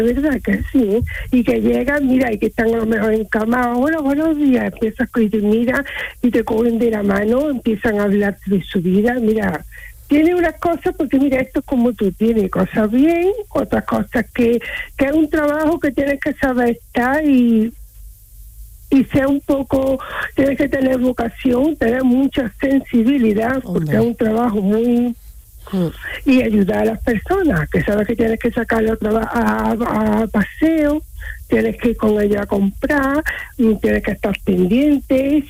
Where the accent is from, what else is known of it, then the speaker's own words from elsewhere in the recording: Córdoba, Andalusia, Spain; Pues mira, yo soy de Córdoba capital.